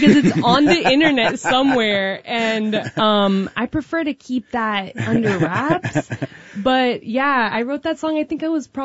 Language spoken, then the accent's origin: English; Redwood City, California, United States; also born or lived in Mexico; I was born in Mexico to a third generation San Franciscan mother, mm-hmm. and then I was raised mostly in Redwood City.